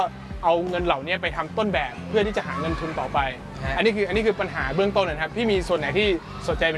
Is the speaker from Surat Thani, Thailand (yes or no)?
yes; Ko Samui, Surat Thani, Thailand; แล้วผมเป็นคนชาวสมุยผมต้องเล่าให้พี่ฟังนะผมเป็นชาวสมุยทีนี้สมุยเน